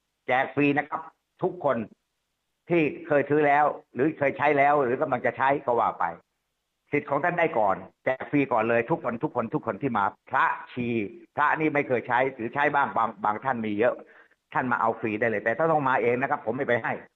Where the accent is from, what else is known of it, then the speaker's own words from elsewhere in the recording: Phetchaburi, Thailand; born there; ผมเป็นคนเพชรบุรีโดยกำเนิดครับ